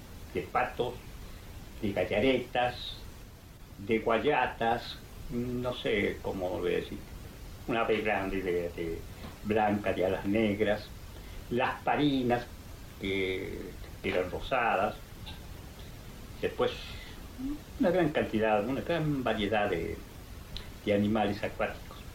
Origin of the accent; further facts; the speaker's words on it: Abra Pampa, Jujuy, Argentina; Yo he nacido cerca de Abrapampa. Yo digo siempre soy abrapampeño, ¿no?